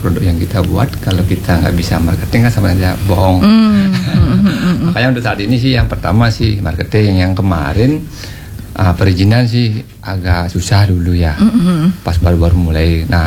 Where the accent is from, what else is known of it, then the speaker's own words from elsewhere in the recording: Singaraja, Bali, Indonesia; Cuma orang Singaraja aja, soalnya kan saya orang Singaraja, orang Tanjungkulu kan.